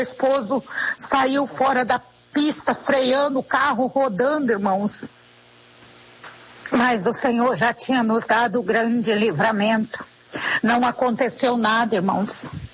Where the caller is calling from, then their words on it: Coxim, Mato Grosso do Sul, Brazil; Sou aqui do Mato Grosso do Sul, da cidade de Coxim.